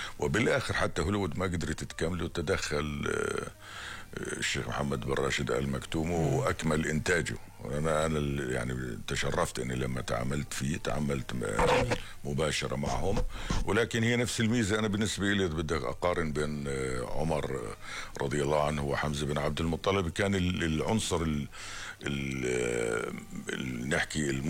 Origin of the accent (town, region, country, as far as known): Jordan